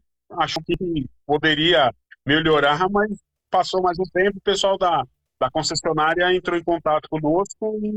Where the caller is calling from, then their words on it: Guarulhos, São Paulo, Brazil; Eu sou de Guarulhos, né?